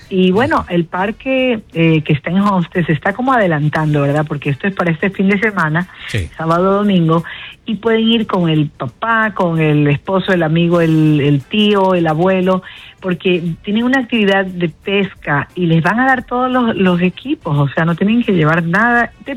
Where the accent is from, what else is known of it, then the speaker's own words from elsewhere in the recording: Guayaquil, Guayas, Ecuador; yo soy del Ecuador, soy de Guayaquil, Ecuador